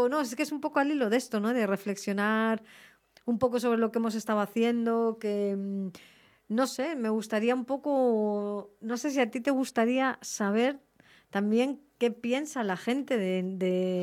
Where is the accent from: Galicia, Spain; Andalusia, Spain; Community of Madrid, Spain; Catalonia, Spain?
Community of Madrid, Spain; Madrid; los que venimos a veces de Madrid